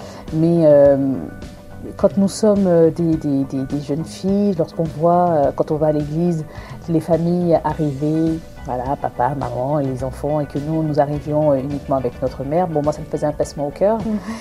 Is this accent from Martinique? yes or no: yes; Martinique; moved away; je suis originaire de Madinina, alias la Martinique. Je dirais simplement que la Martinique, mon île, me manque énormément